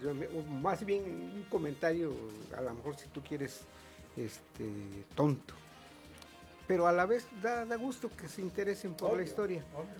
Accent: Tlaxiaco, Oaxaca, Mexico; los ignorantes somos los ciudadanos de Tlaxiaco

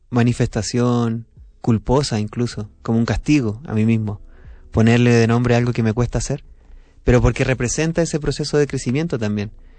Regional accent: southern Chile, Chile; also born or lived in Santiago, Chile; now in Mexico City, Mexico; Yo no soy de Santiago, soy de un pueblo en el sur de Chile. Y llegué a Santiago

